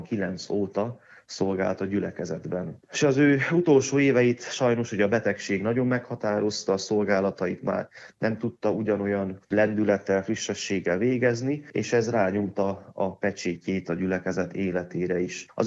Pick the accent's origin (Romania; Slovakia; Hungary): Romania; Carei, Satu Mare County; mivel Bámospécs nincs olyan távol, sem Debrecentől, sem az én szülővárosomtól, Nagykárolytól, tehát így úgy gondoltam, hogy hát miért ne.